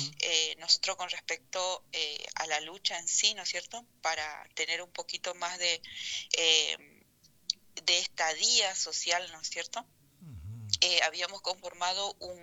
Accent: La Tigra, Chaco, Argentina; a 200 kilómetros de la capital chaqueña, digamos, Resistencia, y estoy en La Tigra, en el paraje Lote 12. Acá nací, crecí

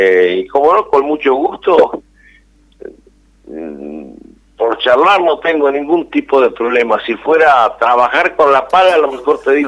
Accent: Dolores, Buenos Aires Province, Argentina; yo soy oriundo de Salmón, del paraje ahí de Dolores.

